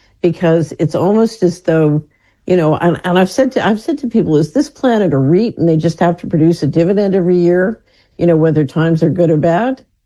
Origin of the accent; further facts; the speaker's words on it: Philadelphia, Pennsylvania, United States; Yeah, I grew up in West Philadelphia.